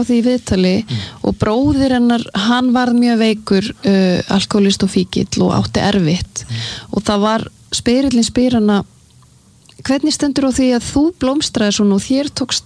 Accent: Sweden; born or raised there

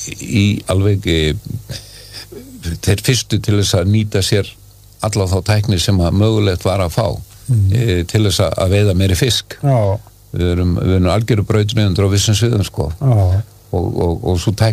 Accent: Keflavík, Southern Peninsula, Iceland; moved away as an adult; ég var alveg upp í Keflavík frá 6 ára aldrei sko, og ég ferðaðan tvítugt og sný síðan aftur eftir hálfa öld

